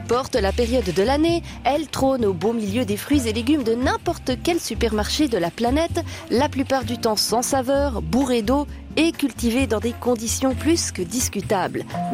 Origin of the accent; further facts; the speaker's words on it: Switzerland; Chez nous, en Suisse